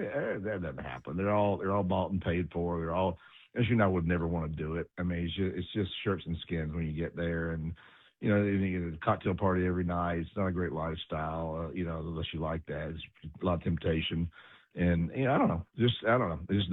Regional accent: Columbia, Tennessee, United States; So if I'm my hometown, Columbia, Tennessee

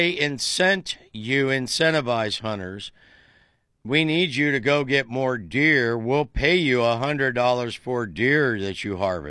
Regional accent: Tuscarawas County, Ohio, United States; moved away; I grew up in Deer County, USA, Tuscarawas

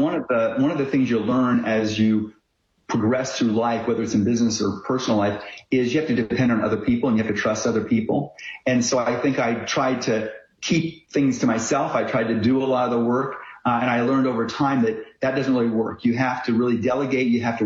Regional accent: Indiana, United States; Yeah, I grew up in southern Indiana in a very small town of about 100 people.

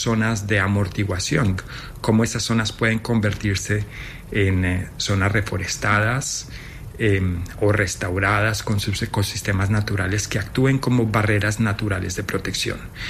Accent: Colombia

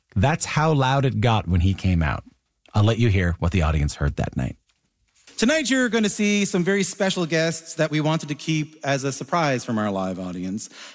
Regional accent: St. John's, Newfoundland and Labrador, Canada; You're in the middle of a very special episode of Q, the live episode we taped in my hometown of St. John's, Newfoundland and Labrador.

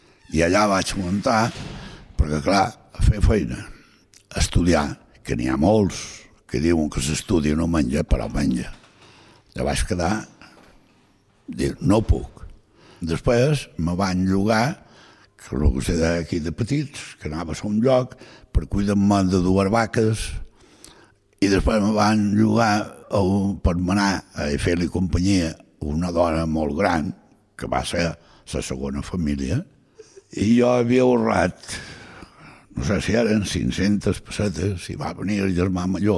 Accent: Lalín, Galicia, Spain; born there; Vas néixer a Lalín, província de Pontevedra, i a la parròquia de Don Ramiro, però sol t'havia dit que havia nascut allà.

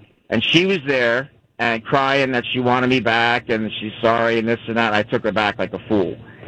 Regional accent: New Jersey, United States; I grew up in New Jersey

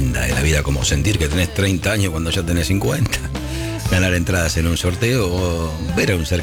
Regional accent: Argentina; Este país tiene los cuatro climas. Somos argentinos, los mejores del mundo.

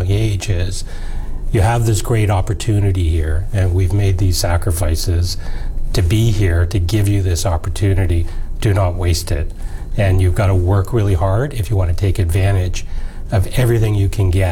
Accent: Toronto, Ontario, Canada; I spent most of my time growing up in the Malvern neighborhood, so okay. We would have been close. And as you may recall, we were probably in Scarborough.

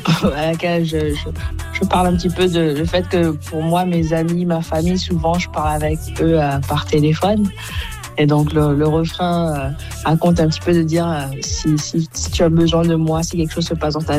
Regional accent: Côte d’Ivoire; also born or lived in Rwanda / Zimbabwe; Je suis née au Rwanda, j'ai grandi en Côte d'Ivoire, j'ai vécu aussi au Zimbabwe.

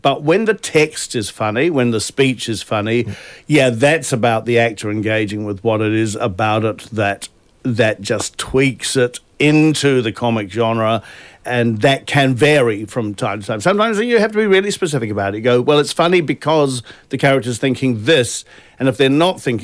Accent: New Zealand; I grew up in New Zealand. … were absolutely seminal to my musical upbringing.

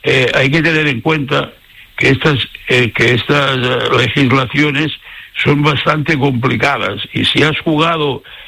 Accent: Spain; Hay que estar contento como españoles de haber conseguido un equipo que llegue a una final de este nivel

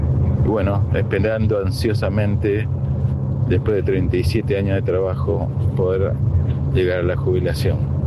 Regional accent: Posadas, Misiones, Argentina; born there; now in La Plata, Argentina; ciudad de La Plata. Ya hace 35 años. Tengo el corazoncito, como siempre, en Misiones. En Posada, mi ciudad natal.

